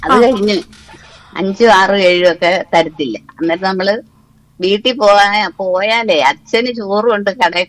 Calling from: Karunagappally, Kerala, India; കരാപ്പള്ളി.

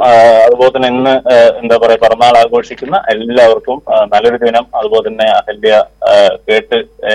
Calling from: Chittur, Kerala, India; Pulpully, Chittur.

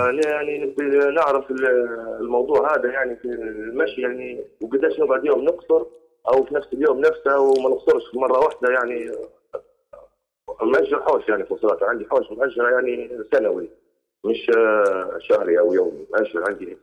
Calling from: Tripoli, Tripoli District, Libya; أنا طبعا من طرابلس

